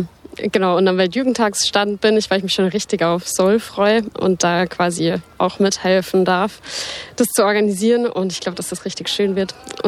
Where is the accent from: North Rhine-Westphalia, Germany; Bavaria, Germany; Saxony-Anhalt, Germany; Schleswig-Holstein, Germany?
Bavaria, Germany; Munich; Ich komme aus München.